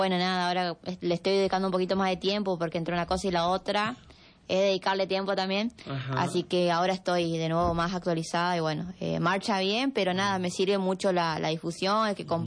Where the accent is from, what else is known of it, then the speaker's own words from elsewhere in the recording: Santa Margarita, Santa Fe, Argentina; moved away; Sí, mi pueblo, ajá, o sea, donde yo soy, ajá, es de Santa Margarita.